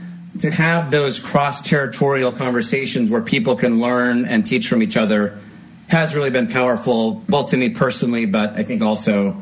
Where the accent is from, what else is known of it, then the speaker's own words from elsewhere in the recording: Guam; I say, oh, I'm from Guam.